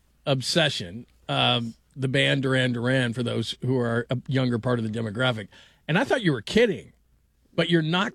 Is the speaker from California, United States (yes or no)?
yes; California, United States; born or raised there